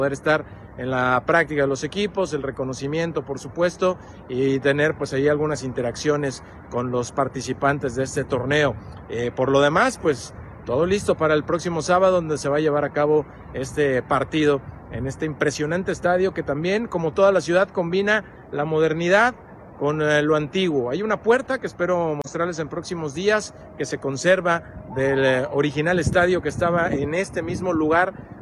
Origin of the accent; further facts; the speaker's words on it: Mexico; Y a quien le mencionamos que venimos de México, fíjate que luego sacan como referencia a Cancún y la Riviera Maya